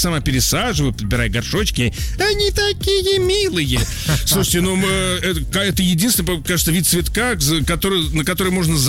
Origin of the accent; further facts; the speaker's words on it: Saint Petersburg, Russia; Итак, здравствуйте, вечер на русском. Я из Санкт-Петербурга.